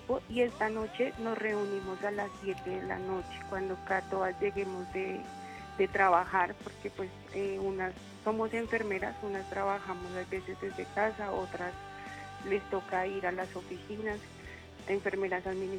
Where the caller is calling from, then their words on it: Soacha, Cundinamarca, Colombia; En Soacha, Ciudad Verde.